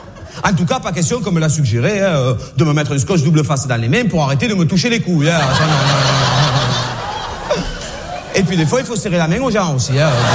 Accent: Marseille, Provence-Alpes-Côte d'Azur, France; born there; Non, en vérité, je suis né à Marseille, j'ai un accent et puis voilà, c'est tout.

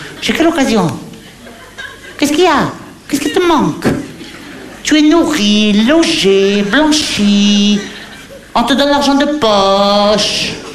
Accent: Hauts-de-France, France; Mais non, je suis du Pas-de-Calais. Je suis du Pas-de-Calais.

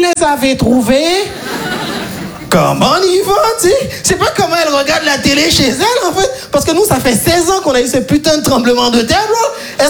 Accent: Haiti; parce que je suis né et grandi en Haïti, et en Haïti, on n'a pas les 4 saisons, ok?

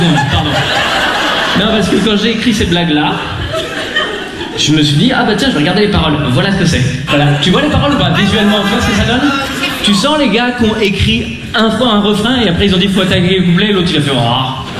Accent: Lausanne, Vaud, Switzerland

